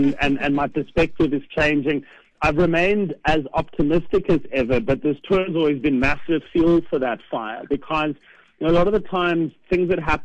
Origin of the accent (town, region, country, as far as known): South Africa